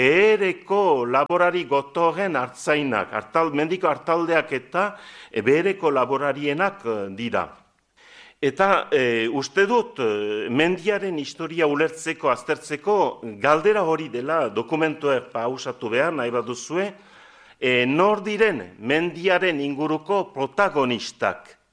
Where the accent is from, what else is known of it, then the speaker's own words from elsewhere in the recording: Estérençuby, Nouvelle-Aquitaine, France; ni Estrentzubikoa naiz, eta badakit gure herrian, laborarien artean